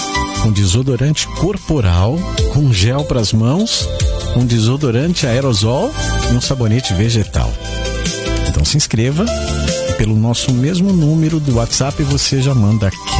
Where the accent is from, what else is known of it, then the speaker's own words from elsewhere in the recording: Araraquara, São Paulo, Brazil; Eu sou de São Paulo, de Araraquara.